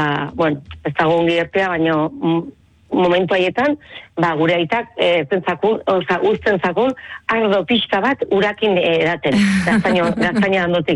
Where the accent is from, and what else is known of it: Elizondo, Navarre, Spain; born there